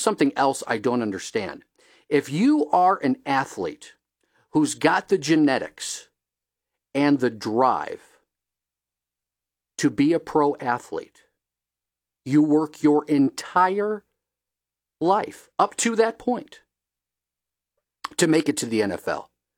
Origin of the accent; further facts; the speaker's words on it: Ohio, United States; You know, I have one thing in common with Jed York. We're both from Ohio, and that's where it starts and stops.